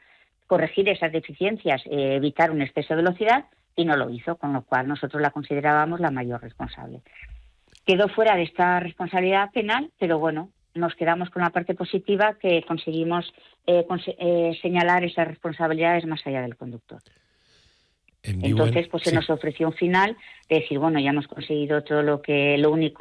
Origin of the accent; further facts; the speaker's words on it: Torrent, Valencian Community, Spain; yo soy de Torrent, vivo aquí en Torrent